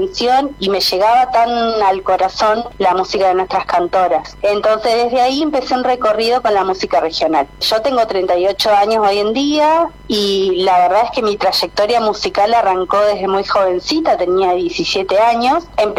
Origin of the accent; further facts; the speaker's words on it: Plottier, Neuquén, Argentina; yo primero y principal soy de Plotier, soy neuquina, nací en Plotier y me crié en Plotier